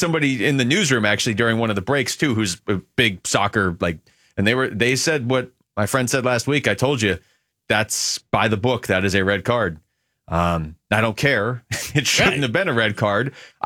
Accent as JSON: {"language": "English", "town": "Seattle", "region": "Washington", "country": "United States", "said": "yeah, I'm from Seattle, but I've always hated the Seahawks even back when I was there."}